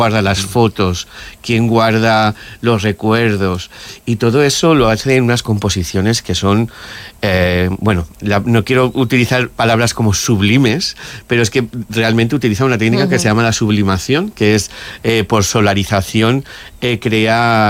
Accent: Algemesí, Valencian Community, Spain; nosotros somos de Algemesí, que hemos vivido la terrible Dana

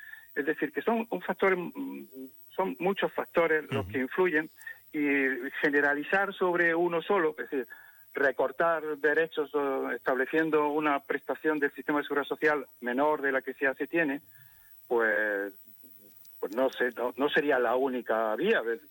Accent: Motril, Andalusia, Spain

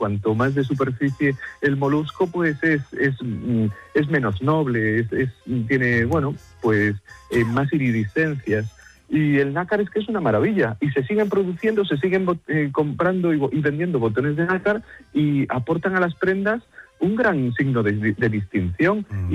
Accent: Galicia, Spain; yo como gallego tengo que reivindicar la ostra gallega como calidad

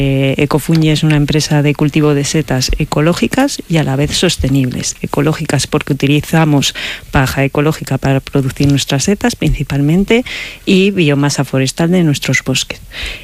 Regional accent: Valladolid, Castile and León, Spain; now in Becerril del Carpio, Spain; Yo soy vallisoletana, pucelana.

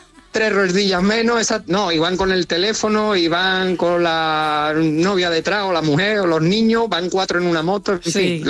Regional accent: Seville, Andalusia, Spain; yo soy sevillano, yo soy de Sevilla, y nosotros pues, tenemos mucho salero guasa, como queráis llamarlo

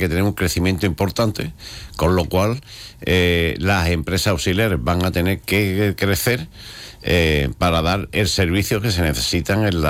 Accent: Huelva, Andalusia, Spain; yo soy de Huelva y llevo mucho tiempo aquí

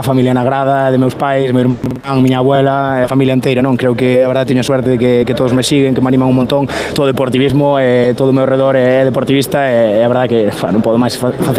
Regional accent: Galicia, Spain; Eu son galego de pura cepa, a casa tírame moito

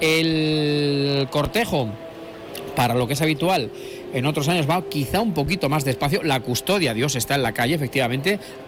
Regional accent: Castilla-La Mancha, Spain; yo soy manchego, pero mi vida transcurre entre La Mancha y Toledo.

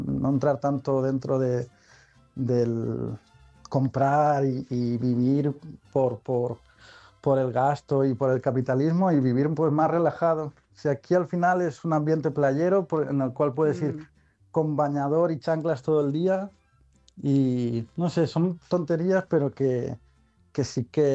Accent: Barcelona, Catalonia, Spain; moved away as an adult; now in Mexico; Pues soy de Barcelona, soy autónomo y me vine para aquí porque me lo podía permitir en ese momento con el trabajo.

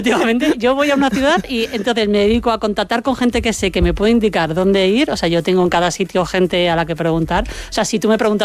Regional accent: Zamora, Castile and León, Spain; pero yo como buena medio zamorana, todo lo que lleve ajo, voy dentro

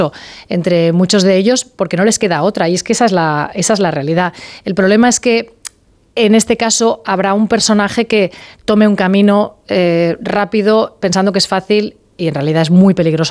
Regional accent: Sant Feliu de Llobregat, Catalonia, Spain; Yo había estado trabajando en Barcelona hasta aquel momento, porque soy de San Feliu de Llobregat, y en un momento dado me llaman para irme a las mañanas de 4

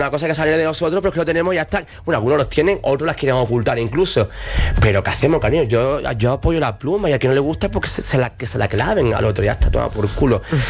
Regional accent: Andalusia, Spain; Yo soy súper ateo, yo el mundo de la Semana Santa no me gusta. Siendo andaluz no me gusta.

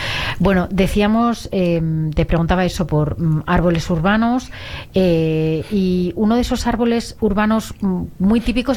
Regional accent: Maello, Castile and León, Spain; Yo soy de Maello, como tú sabes, sí. Entonces en el entorno de Belayos, Maello, toda esa pequeña comarca próxima a Ávila capital, hay unos encinares preciosos.

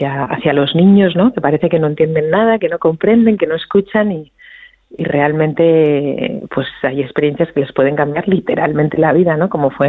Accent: Asturias, Spain; porque yo soy asturiana

